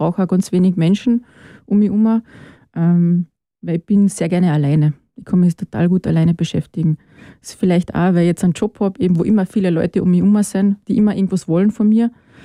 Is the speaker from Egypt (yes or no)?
no; Rennweg, Carinthia, Austria; Ich komme aus Rennweg, also ich bin aus Oberkärnten, im Grenzgebiet eigentlich aufgewachsen, also zwischen Kärnten und Salzburg.